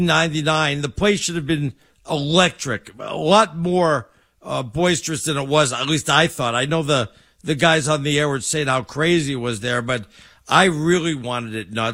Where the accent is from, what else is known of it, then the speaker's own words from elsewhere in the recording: Bronx, New York, United States; also born or lived in Brentwood, Los Angeles; I lived in Brentwood, but we came from the Bronx.